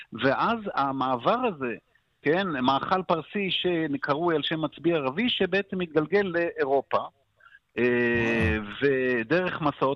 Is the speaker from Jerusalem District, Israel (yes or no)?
no; Jaffa, Tel Aviv District, Israel; ואני חושב שיש פה מעברים נורא מעניינים, כי אני זוכר בתור ילד ביפו